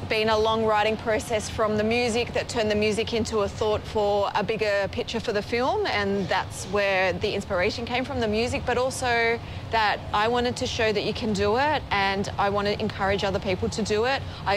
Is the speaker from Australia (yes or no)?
yes; Sydney, New South Wales, Australia; And it's growing up in Western Sydney.